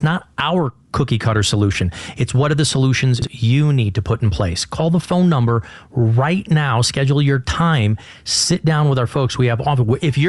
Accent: Chicago, Illinois, United States; And I got to say, I was born and raised in Chicago, so I've been a Blackhawks fan.

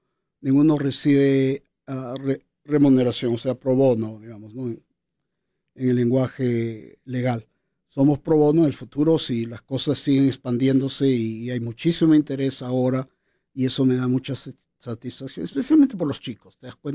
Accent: Peru; now in Utah, United States; estoy en Salamanca por el trabajo, pero sí, la próxima vez participo, si yo tengo contactos como peruano

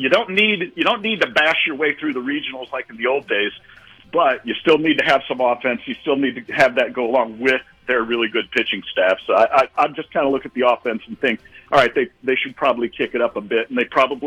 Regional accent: Nebraska, United States; there's Nebraska right now, my home state team.

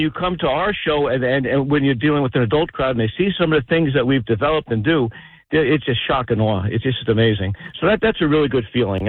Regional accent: Clark, New Jersey, United States; I grew up in Clark.

